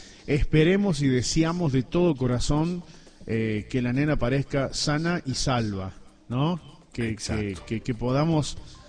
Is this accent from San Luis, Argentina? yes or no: yes; Villa Mercedes, San Luis, Argentina